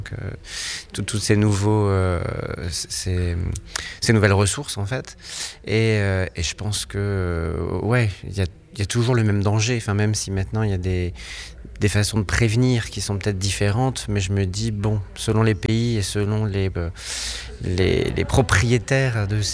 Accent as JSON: {"language": "French", "region": "Hauts-de-France", "country": "France", "said": "même si je viens du Nord"}